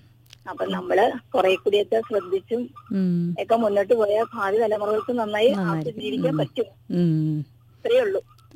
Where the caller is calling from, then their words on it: Vaikom, Kerala, India; എന്റെ ഹസ്ബൻഡ് വീട് വൈക്കമാണ്. ഞങ്ങള് ഇങ്ങോട്ടേക്ക് ഇവിടെയാ താമസിക്കുന്നത്.